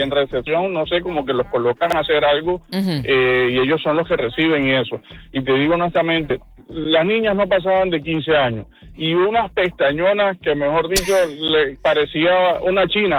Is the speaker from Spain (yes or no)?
no; Colombia; yo soy de Colombia